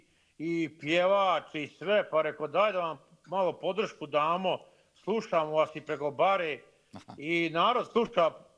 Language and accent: Croatian; Modriča, Republika Srpska, Bosnia & Herzegovina; now in New Jersey, United States; ja sam iz Modriće rodom.